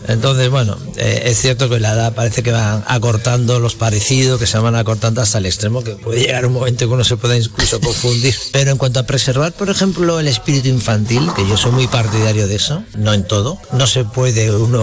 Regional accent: La Palma del Condado, Andalusia, Spain; Yo me retiré aquí, evidentemente, porque soy andaluz, soy de La Palma del Condado, y porque aquí está parte de mi memoria, ¿no? De mi infancia, ¿no?

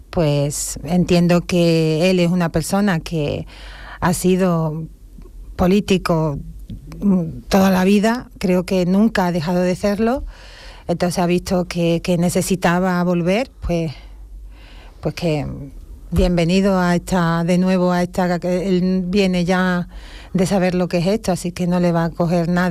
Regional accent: Spain; yo me considero española también

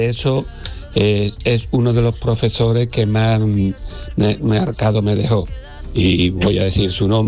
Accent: Seville, Andalusia, Spain

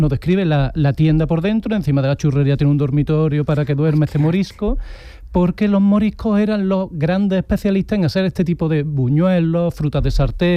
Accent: Córdoba, Andalusia, Spain; que nos vamos a poner en mi tierra, en Córdoba, Charo, sabrás, se dice, te vas a poner como un sollo.

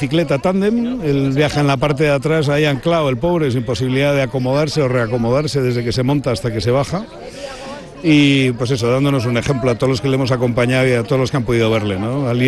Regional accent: Getxo, Basque Country, Spain; salimos en bicicleta desde Bilbao, desde nuestro pueblo natal en Getxo, y hemos recorrido pues 1000 kilómetros para llegar hoy aquí, a Sevilla

